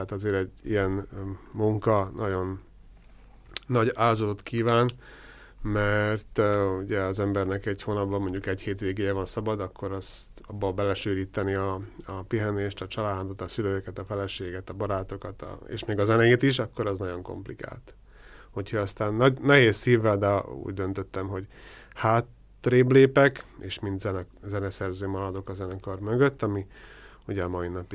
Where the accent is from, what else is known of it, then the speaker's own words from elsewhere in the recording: Kolárovo, Nitra Region, Slovakia; Hát én Gutáról származom, ami ugye Komáromtól kb. 20 kilométerre van. Ott születtem egy abszolút nem zenei érdekeltséggel eladott családba.